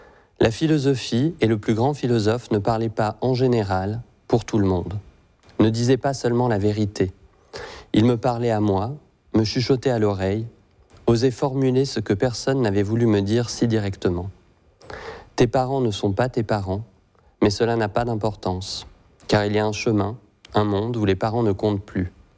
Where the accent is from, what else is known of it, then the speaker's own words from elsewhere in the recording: Reims, Grand Est, France; born there; Alors, tout simplement, je suis né à Reims, il y a 42 ans, donc en 1984, et à ma naissance, j'ai été abandonné, je suis né sous X.